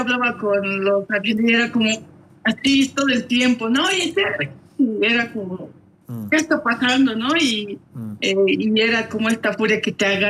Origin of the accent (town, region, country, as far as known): Bolivia; moved away